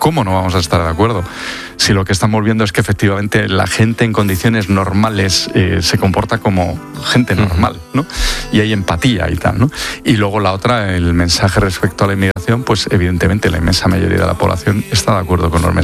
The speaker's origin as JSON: {"language": "Spanish", "country": "Spain", "said": "es que como español te llena de orgullo."}